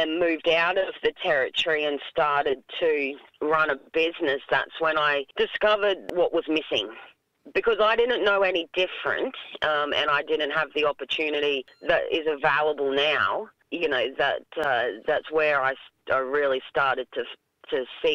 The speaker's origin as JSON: {"language": "English", "region": "Queensland", "country": "Australia", "tie": "born or raised there", "lives_now": "Redcliffe, Australia", "said": "I grew up on Turrbal Country in Spurn and now live on Gubba Gubba Land in Redcliffe, Queensland."}